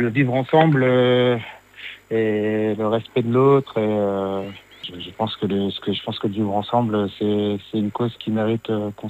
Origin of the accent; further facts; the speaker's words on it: Lille, Hauts-de-France, France; Après, on vient de Lille, donc tu sais, Lille, c'est un carrefour. Hein. On est à 30 minutes de Bruxelles, 45 minutes de Paris, on n'est pas loin de l'Angleterre, donc oui, voilà, on a été baigné de plein de cultures